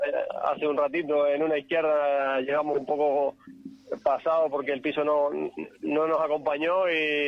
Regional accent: Canary Islands, Spain

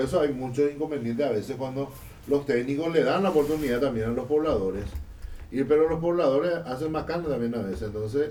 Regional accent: Paraguay

